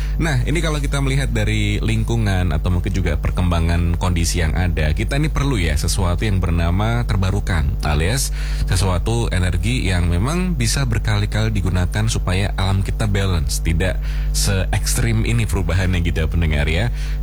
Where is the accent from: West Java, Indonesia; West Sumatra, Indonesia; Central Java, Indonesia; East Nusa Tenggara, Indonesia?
Central Java, Indonesia; Semarang; kita warga Semarang